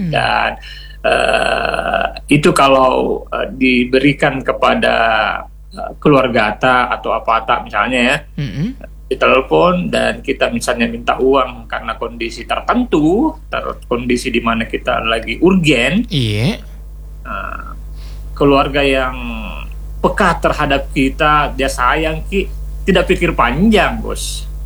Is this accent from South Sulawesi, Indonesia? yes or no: yes; South Sulawesi, Indonesia; kita sih orang Bugis Makassar